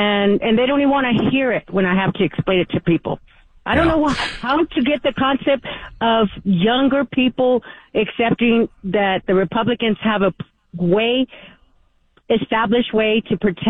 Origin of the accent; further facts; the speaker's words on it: San Antonio, Texas, United States; Hey, well, I'm originally from San Antonio